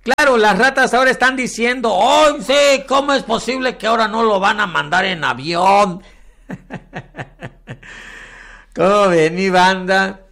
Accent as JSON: {"language": "Spanish", "country": "Mexico"}